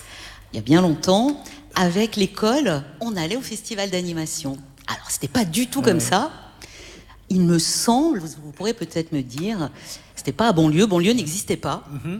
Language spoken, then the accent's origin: French; Annecy, Auvergne-Rhône-Alpes, France; parce que moi je suis d'Annecy